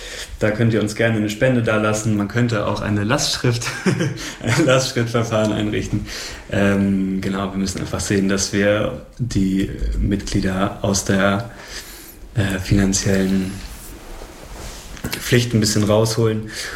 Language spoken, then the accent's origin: German; Schleswig-Holstein, Germany